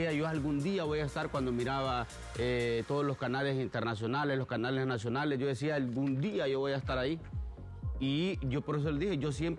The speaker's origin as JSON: {"language": "Spanish", "region": "Comayagua", "country": "Honduras", "moved": "as an adult", "said": "¿Y vos de dónde sos? Le dije, Comayagua."}